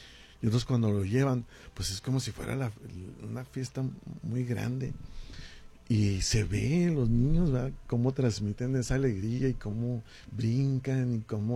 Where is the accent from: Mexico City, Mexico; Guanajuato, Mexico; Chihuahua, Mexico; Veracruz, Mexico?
Chihuahua, Mexico; Ciudad Juárez